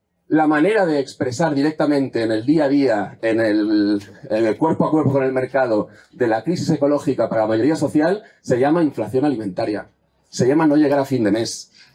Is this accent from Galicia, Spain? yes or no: no; Catalonia, Spain; Yo vengo de Cataluña, para bien y para mal